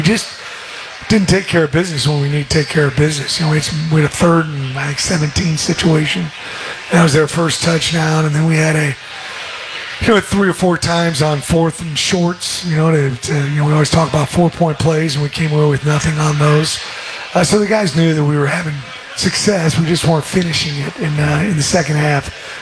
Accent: Kansas City, United States; I'm from Kansas City, so I kind of know a little bit about these places.

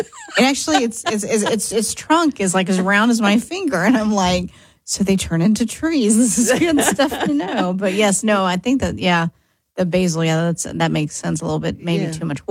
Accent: the South, United States; I know I was born and raised in the South

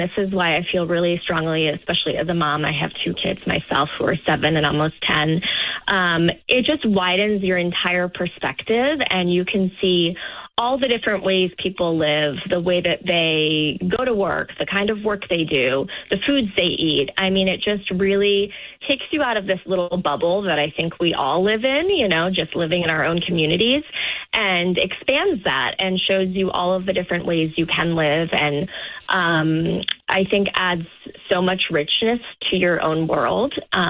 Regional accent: Boston, Massachusetts, United States; So I am based in Boston. I grew up in the area, and my family is still here as well.

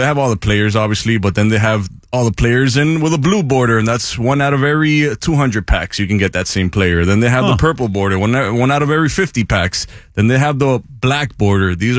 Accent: United States; born there; I was born here, so I'm American, but my family is Colombian.

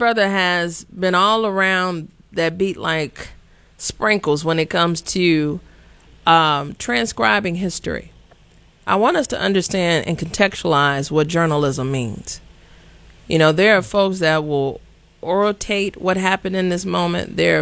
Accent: Chicago, Illinois, United States; born there; me being a thoroughbred Chicagoan

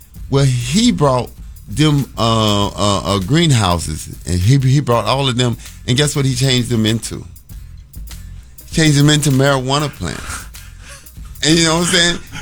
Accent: United States; I am a full-blooded American. I never been to Africa, so I'm not an African-American. I'm a black man, period. My ancestors, four or five generations back? Yeah, they probably came from Africa. Yes, they did. But though, right now, I'm American

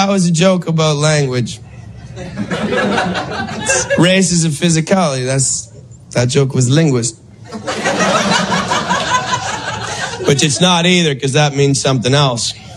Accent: Vancouver, British Columbia, Canada; because I grew up in Vancouver, and I worked in a Chinese restaurant delivering Chinese food

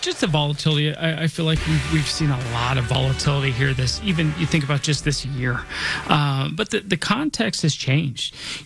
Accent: Denver, Colorado, United States; born or raised there

